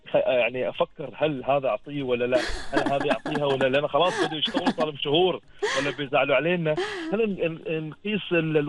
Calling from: Al Amerat, Muscat Governorate, Oman; أنا تحديدا في مسقط ولاية العمرات.

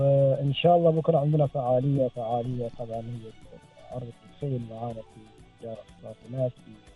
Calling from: Al-Mudhaibi, Ash Sharqiyah North, Oman; من ولاية المزيد، منطقة لبق، جاب الشمال الشام، شمال الشرق.

